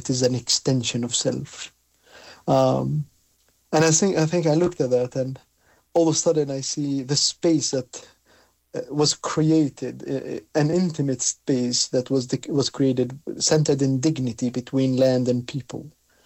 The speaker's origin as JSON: {"language": "English", "country": "Palestine", "said": "When I tell people I'm from Palestine"}